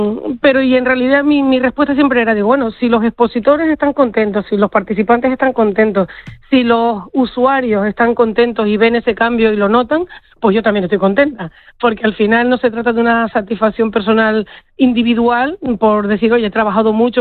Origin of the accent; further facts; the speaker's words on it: La Palma, Canary Islands, Spain; moved away; Yo me voy a La Palma, mi amor, porque tengo que hablar del bar La Cueva en mi pueblo